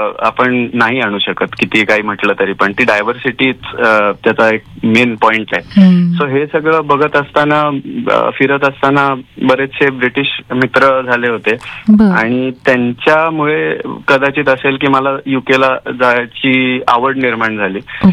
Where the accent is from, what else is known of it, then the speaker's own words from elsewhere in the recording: Chiplun, Maharashtra, India; also born or lived in United Kingdom; हा, तर चिपळूणमध्ये माझं बालपण गेलं, शिक्षण वगैरे चिपळूणमध्ये झालं, पण गाव नरवण त्याच्यामुळे आजी आजोबा तिथे असायचे